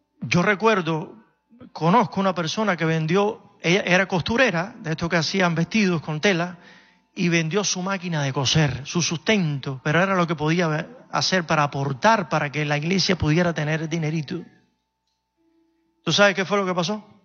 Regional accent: Cuba; moved away; En el año 1977, en Cuba, soy cubano, aunque alguno no lo haya notado.

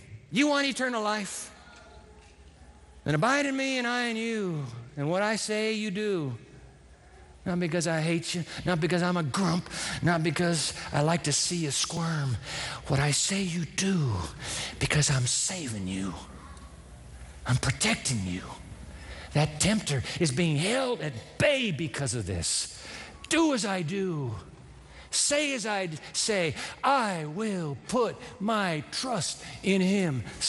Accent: Japan; But when Greg and I were growing up in Japan, we were in a little house where the oil furnace was underneath the floor

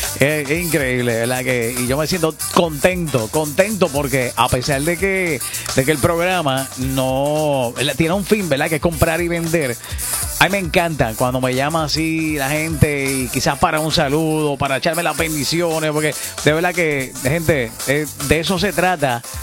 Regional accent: Moca, Puerto Rico; mi pueblo, Moca

